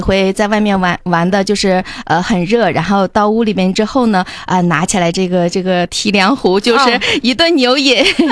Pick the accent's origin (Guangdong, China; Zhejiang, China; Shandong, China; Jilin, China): Jilin, China; 可能我们吉林人呢也会就是